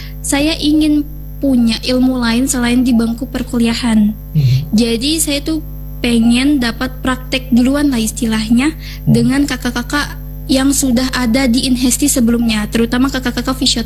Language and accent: Indonesian; Samarinda, East Kalimantan, Indonesia; Kalau saya bukan domisili Makassar, saya orang Samarinda.